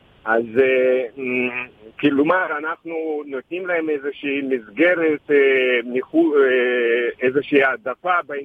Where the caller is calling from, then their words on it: Petah Tikva, Central District, Israel; מפתח תקווה